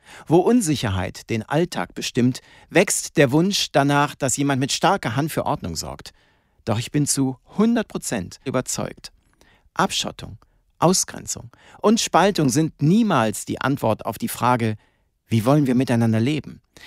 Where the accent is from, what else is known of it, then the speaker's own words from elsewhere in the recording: Rhineland, Germany; Ich bin im Rheinland aufgewachsen und war damals mit meinem Abi beschäftigt